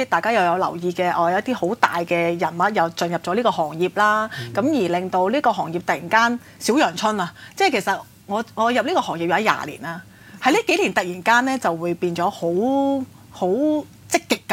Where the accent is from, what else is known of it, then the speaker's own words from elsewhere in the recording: Hong Kong; 我哋香港人始終都是講商業行先的